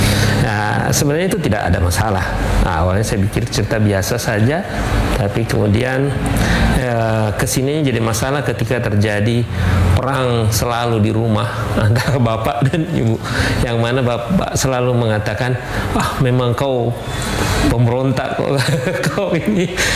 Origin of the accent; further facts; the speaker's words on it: Duri, South Sulawesi, Indonesia; also born or lived in Pinrang; satu kampung, sama-sama orang Duri.